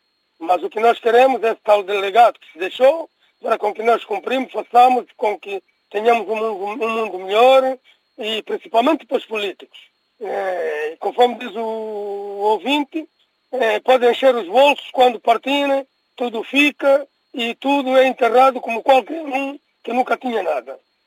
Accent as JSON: {"language": "Portuguese", "country": "Portugal", "said": "Eu, como português"}